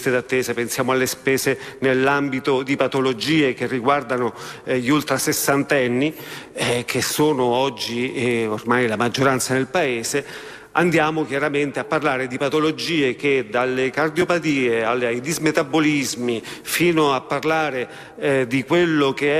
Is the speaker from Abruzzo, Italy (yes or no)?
yes; Abruzzo, Italy; ve lo dico da abruzzese